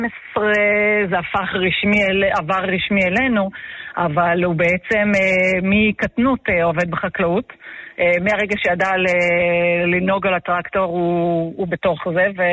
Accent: Hanita, Northern District, Israel; moved away as an adult; now in Betzet, Israel; אני מקיבוץ חניתה במקור, אני שכנה

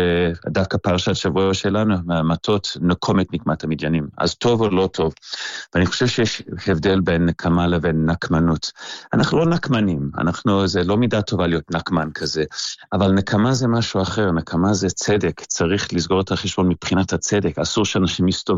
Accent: South Africa; now in Israel; אנחנו עלינו מדרום אפריקה, ויש איזשהו מיזם של לדאוג לחיילים בודדים

